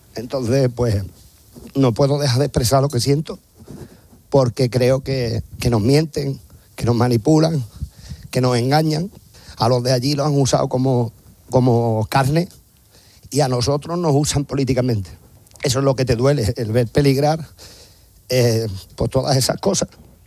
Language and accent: Spanish; Ceuta, Spain; soy hijo de Ceuta, hijo de una persona que vino en el año después de la guerra a buscarse la vida aquí, donde nació mi padre, nací yo